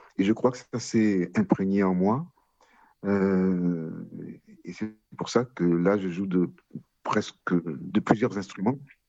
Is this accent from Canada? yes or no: no; Porto-Novo, Ouémé, Benin; born there; je suis né en terre d'Afrique subsaharienne. Je suis né précisément à Porto Novo, en 1960, et à cette époque-là, d'ailleurs, ça ne s'appelait pas encore le Bénin, c'était le Dahomey.